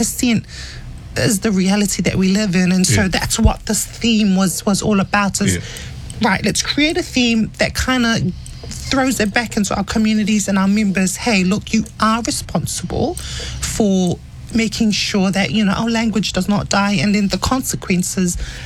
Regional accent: Cook Islands; English is a second language; moved away; where I'm from Manaiki

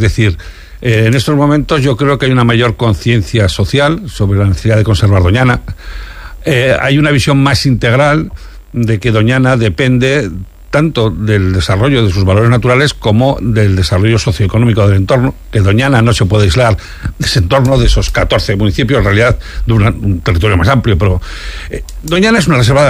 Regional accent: Aragon, Spain; moved away as an adult; now in Pilas, Spain; Yo era funcionario del gobierno de Aragón, yo soy aragonés

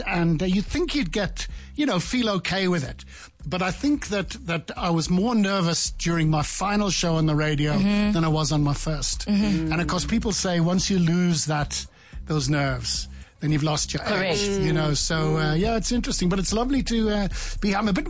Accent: Ireland; moved away as an adult; now in South Africa; Everyone sort of says, you're … here. But I don't have a drop of Irish blood in me. My father was from Scotland and my mum was from Wales

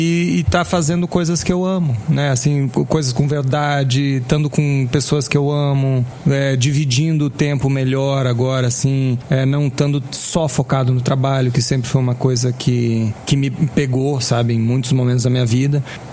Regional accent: Rio Grande do Sul, Brazil; also born or lived in Brasília; Eu sinto que o gauchês está em mim mais predominantemente do que qualquer coisa, né? Por conta de eu ter sido criado lá, minha família toda lá, né?

